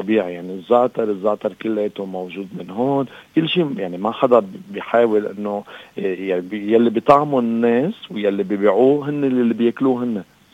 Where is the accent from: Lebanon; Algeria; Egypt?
Lebanon; Mount Lebanon; نحن لأننا منطقة عالية يعني نحن ضيعتنا بتصير حوالي 1200 ل 1400 متر علوة لأننا نحن ضيع عالي